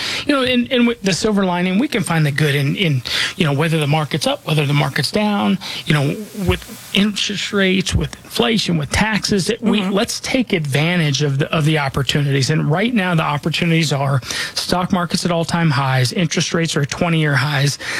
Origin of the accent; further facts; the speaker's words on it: Denver, Colorado, United States; Again, I was born and raised here in Denver. I'm not just licensed here. This is where I call home. This is where I'm raising my family.